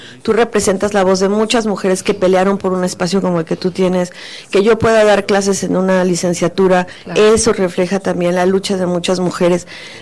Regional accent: Mexico; como ciudadanas mexicanas, como ciudadanos mexicanos

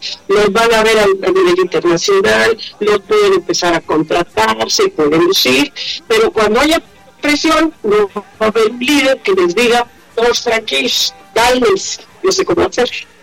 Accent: Mexico; meter el ingrediente de México iba a aprender como somos los mexicanos.

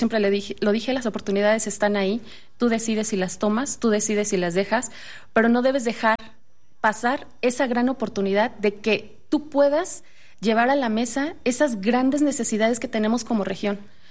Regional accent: Mexico; Soy la primera mexicana, tengo una gran responsabilidad sobre mis hombros y con Adriana, porque no solamente represento a México, represento a toda Latinoamérica.

